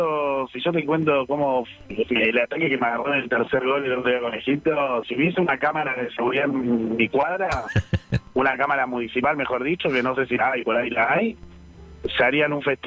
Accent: Argentina; más allá de ser argentino

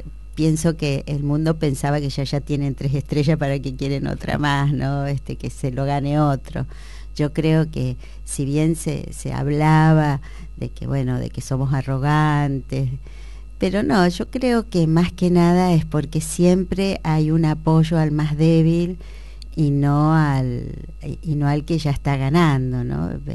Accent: Argentina

